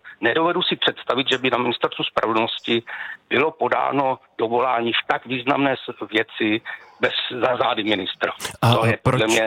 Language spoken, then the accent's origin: Czech; Brno, South Moravian Region, Czechia; Mě by to nevadilo, v Brně, já jsem z Brna